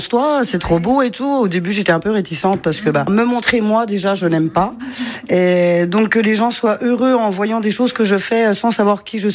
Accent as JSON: {"language": "French", "town": "Faucompierre", "region": "Grand Est", "country": "France", "tie": "born or raised there", "said": "Oui, j'ai grandi à Faucompierre. Puis bah maintenant, je suis ici un peu grâce au chef, quoi."}